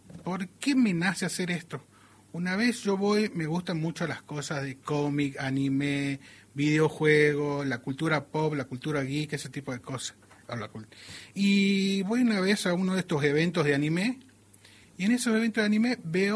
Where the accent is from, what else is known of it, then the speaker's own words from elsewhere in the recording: Salta, Argentina; El salteño, yo soy de la idea que por ahí te cruzan y te dicen, ¿vos sos de Salta? Sí.